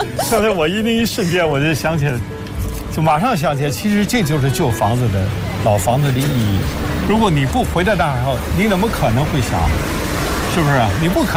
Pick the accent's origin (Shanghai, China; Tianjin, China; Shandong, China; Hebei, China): Tianjin, China; 老城地区说天津话，我在租界长大了，我们说国语，